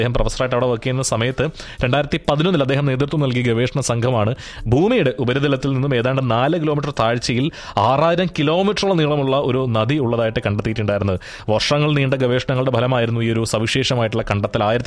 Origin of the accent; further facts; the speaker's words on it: Kerala, India; ഞങ്ങളുടെ നാട്ടിലൂടെ ഒരുങ്ങുന്ന കല്ലടയാർ